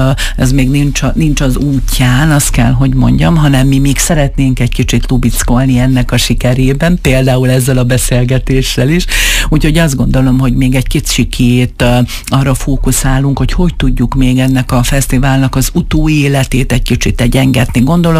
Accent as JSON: {"language": "Hungarian", "town": "Miskolc", "region": "Borsod-Abaúj-Zemplén", "country": "Hungary", "said": "akit miskolciként azt gondolom, hogy Miskolc díszpolgára"}